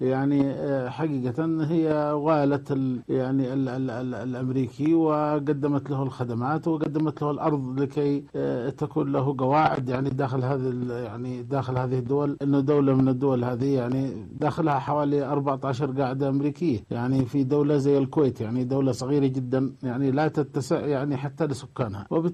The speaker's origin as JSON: {"language": "Arabic", "country": "Yemen", "said": "نحن كيمنيين"}